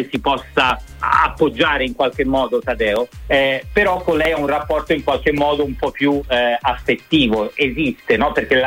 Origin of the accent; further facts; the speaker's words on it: Tuscany, Italy; nel mio caso che sono toscano un babbo